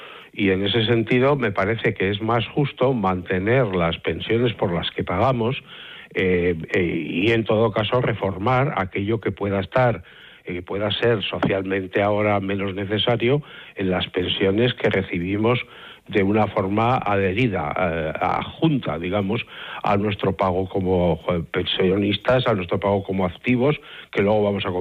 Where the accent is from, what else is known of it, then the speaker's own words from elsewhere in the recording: Burgos, Castile and León, Spain; Yo soy de Burgos, recuerdo aquello que contaban del Cid, de que había ganado una batalla después de muerto.